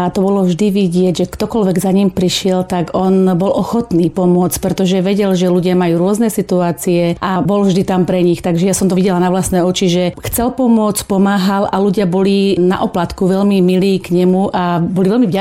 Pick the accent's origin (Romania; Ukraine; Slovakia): Slovakia; Prievidza, Trenčín Region; Bolo to trošku ďalej ako pod Bojnickým zámkom